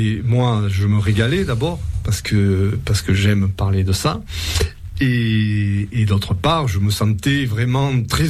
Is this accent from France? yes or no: yes; France; je suis français, mais moi, je parle la langue d'ici.